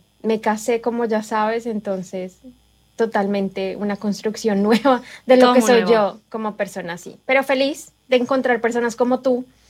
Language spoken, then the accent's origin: Spanish; Bogotá, Colombia; moved away as an adult; now in Lexington, United States; comparado con mi ciudad Bogotá. Soy de Bogotá, viví toda la vida allá, y cambiar a una ciudad tan pequeña como Lexington comparada con Bogotá